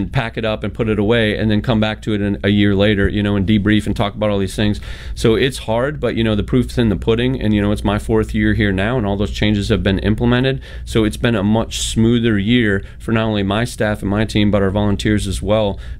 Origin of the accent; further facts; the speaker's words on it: Oshkosh, Wisconsin, United States; born there; So, you know, obviously I was born in Oshkosh, love AirVenture, volunteer up there for 37 years